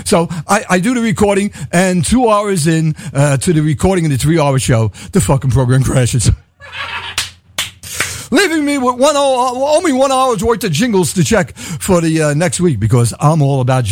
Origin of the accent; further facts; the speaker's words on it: United States; I am an American.